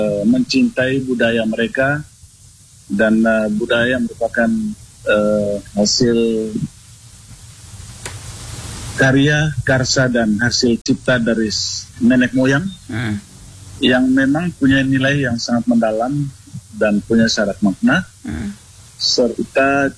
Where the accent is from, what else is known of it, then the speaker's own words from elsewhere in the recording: Manggarai, East Nusa Tenggara, Indonesia; dalam budaya dan tradisi kami orang Manggarai